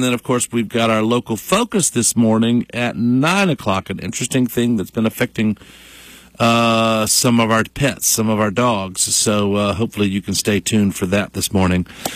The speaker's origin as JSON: {"language": "English", "region": "North Carolina", "country": "United States", "tie": "born or raised there", "moved": "yes", "said": "growing up in the South, near the coast of North Carolina"}